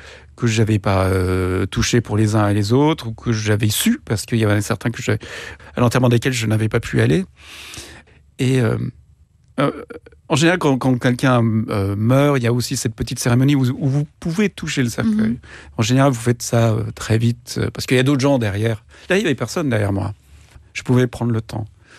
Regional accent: Centre-Val de Loire, France; born there; Et je suis né en Indre-et-Loire, dont le numéro de département, c'est le 37.

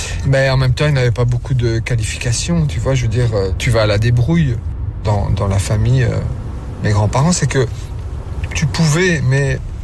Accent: Belgium; Mes parents, ils sont italiens, ça c'est sûr. Comme moi, je suis italien, mais je suis belge aussi, tu comprends ?

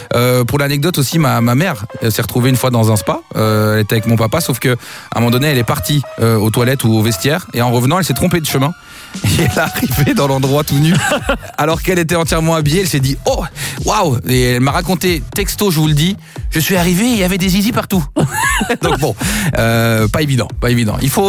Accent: Belgium; chez nous en Belgique

